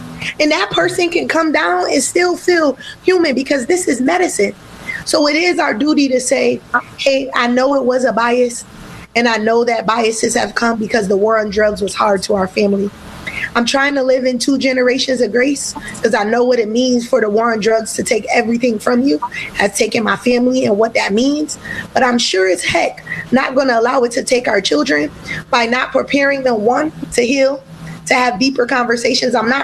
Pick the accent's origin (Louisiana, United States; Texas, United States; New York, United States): New York, United States; now in Mount Erie, United States; As a New Yorker now living in Mount Erie, homeowner